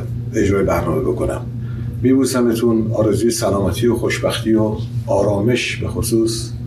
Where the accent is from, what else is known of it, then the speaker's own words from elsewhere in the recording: Iran; برای منم افتخاری است که تونستم به عنوان یک ایرانی عرض اندام بکنم